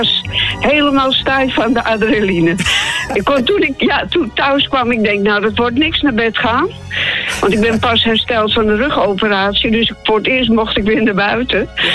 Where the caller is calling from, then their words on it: Amsterdam, North Holland, Netherlands; Ja, ik kom zelf uit Amsterdam.